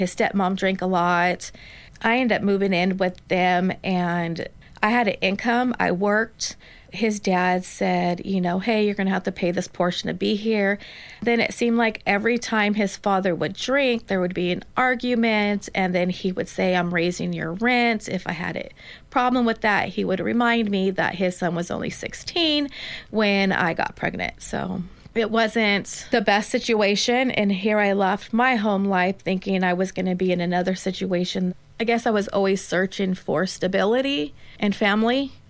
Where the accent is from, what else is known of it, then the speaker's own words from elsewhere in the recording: Hayward, California, United States; I knew there's things to look out for because I came from Hayward, right?